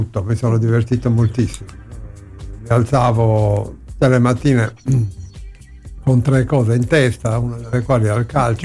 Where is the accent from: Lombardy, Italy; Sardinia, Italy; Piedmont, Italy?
Sardinia, Italy; Carbonia; sono nato a Carbonia nel 47, faccio parte della prima generazione dei carboniensi DOC.